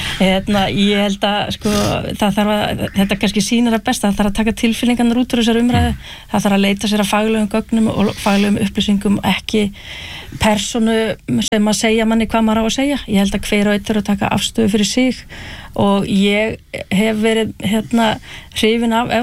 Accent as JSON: {"language": "Icelandic", "town": "Hrísey", "region": "Northeastern Region", "country": "Iceland", "tie": "born or raised there", "said": "að ég brálst upp í Hrísi og horfði að sjá rútverðin þar hrynja"}